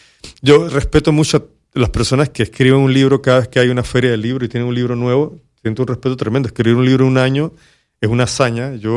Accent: Panama; cómo vivimos esa época los panameños que todavía no éramos independientes

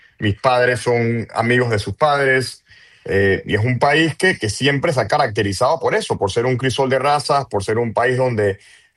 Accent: Panama; nosotros mismos como panameños

